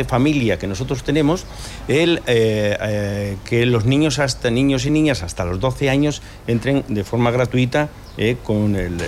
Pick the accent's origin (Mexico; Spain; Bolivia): Spain; pero es verdad que como buenos españoles no debemos de esperar al último día